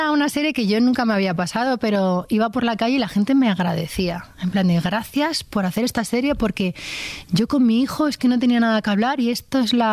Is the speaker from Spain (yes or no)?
yes; Spain; Somos españoles todos y lo que nos importa es la familia.